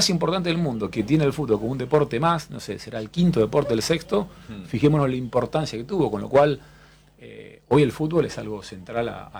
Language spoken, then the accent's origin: Spanish; Argentina; como argentino, nos gustaría que a todos le vaya bien